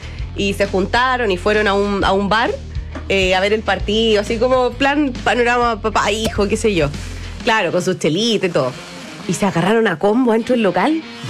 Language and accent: Spanish; Argentina; Yo soy de Argentina